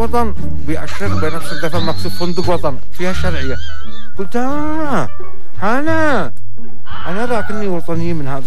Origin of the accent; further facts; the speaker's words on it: Saudi Arabia; اه انا سعودي الله انا سعودي